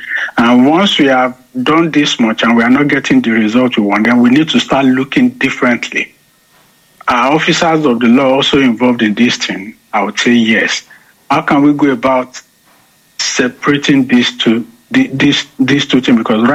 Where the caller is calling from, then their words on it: Germany; from Germany.